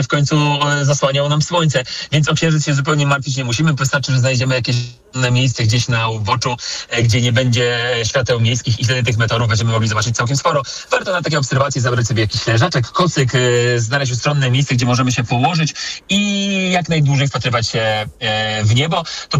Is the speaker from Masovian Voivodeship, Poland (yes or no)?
yes; Warsaw, Masovian Voivodeship, Poland; czyli na wschodnią stronę Warszawy, skąd sam pochodzę, z Pragi Północ.